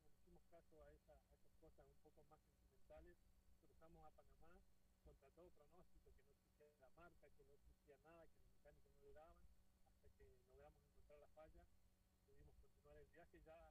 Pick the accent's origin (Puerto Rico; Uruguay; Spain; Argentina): Argentina; Neuquén; van a mi pueblo y dicen, porque vi tus videos, quiero conocer tu pueblo